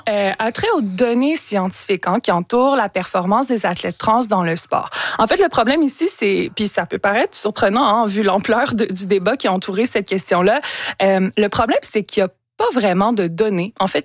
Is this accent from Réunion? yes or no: no; Canada; entre trois pays cette année, dont chez nous, au Canada.